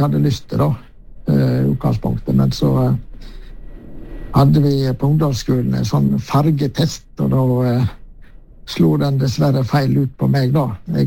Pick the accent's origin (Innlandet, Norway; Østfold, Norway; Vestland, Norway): Vestland, Norway; Kinsedal; jeg vokste opp i Kinsedal, en liten grend på Sørsia, ja. Så lustringen kanskje ikke alle kjenner, men det var jo der jeg hadde min første år, ja.